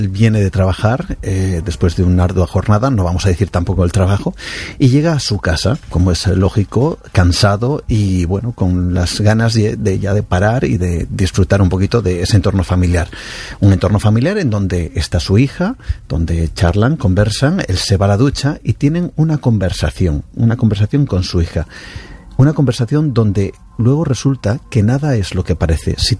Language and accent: Spanish; Cantabria, Spain; moved away; Estoy en mi tierra y una tierra, ya sabes, llena de misterios.